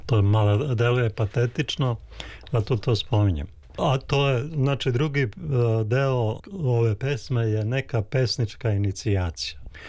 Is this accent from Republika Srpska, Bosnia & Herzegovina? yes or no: yes; Prijedor, Republika Srpska, Bosnia & Herzegovina; u ambijentu u kojem sam ja odrastao. Ja sam iz Prijedora, imaju dve reke